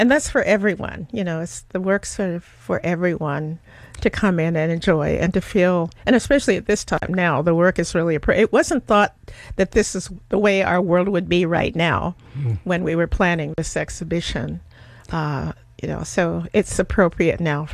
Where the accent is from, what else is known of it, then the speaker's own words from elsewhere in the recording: Alaska, United States; moved away; I come from Alaska. I come from a community that was very supportive.